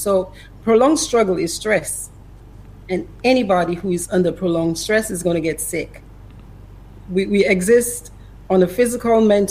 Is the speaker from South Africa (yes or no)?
no; Cottage, Saint John, Dominica; moved away as an adult; also born or lived in Portsmouth, Dominica; now in Georgia, United States; I am Dominica. I'm every little bit of Dominica, yeah? Mm-hmm. I was born in Cottage. I'm a Jean Cottage.